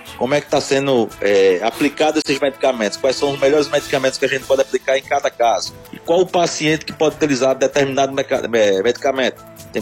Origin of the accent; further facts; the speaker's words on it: Serra Talhada, Pernambuco, Brazil; moved away; eu sou de Serra Talhada, na época que eu saí não tinha nenhum, hoje já tem 2.